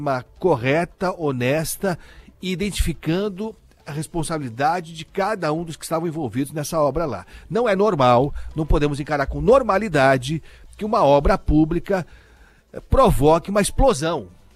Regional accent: São Paulo, Brazil; Eu, como paulistano, tenho vergonha da Sabesp.

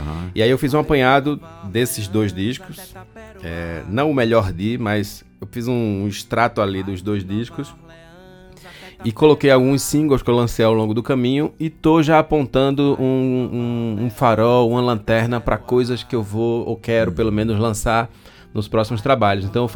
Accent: Serra Talhada, Pernambuco, Brazil; moved away as an adult; also born or lived in Recife; eu sou de Serra Talhada, que é o sertão do Pajeú, é o interior de Pernambuco, mais ou menos no meio.

